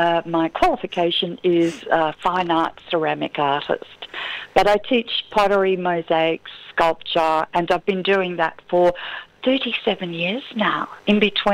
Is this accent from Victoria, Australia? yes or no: yes; Barwon Heads, Victoria, Australia; my hometown in Barwon Heads, Ocean Grove, Geelong. It's a beautiful area